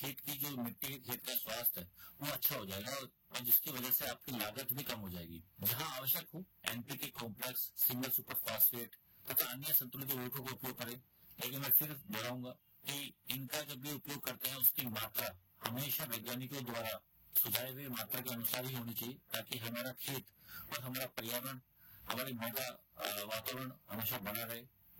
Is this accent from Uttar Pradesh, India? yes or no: no; Kutch, Gujarat, India; कच्छ की परिस्थितियाँ इस समस्या को और गंभीर बनाती है क्योंकि हमारा जिला पूर्ण रूप से शुष्क क्षेत्र में आता है जहाँ औसत वार्षिक जो वर्षा है हमारी वो 250 से 350 मिलीमीटर होती है।